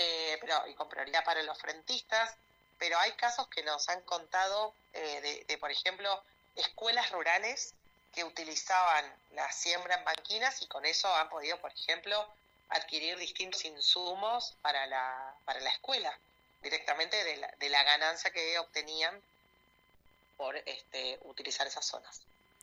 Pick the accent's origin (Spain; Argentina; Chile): Argentina